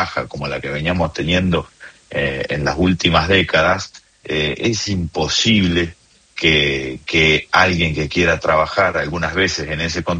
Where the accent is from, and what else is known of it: Argentina